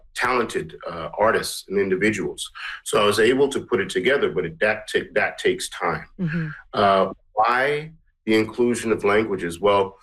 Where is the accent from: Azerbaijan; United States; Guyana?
Guyana; I'm from Guyana, so and … I'm mixed.